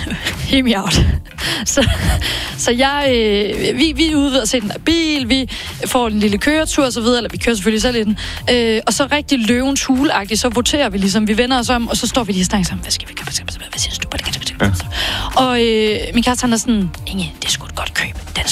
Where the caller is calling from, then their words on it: Jutland, Denmark; jeg er jyde.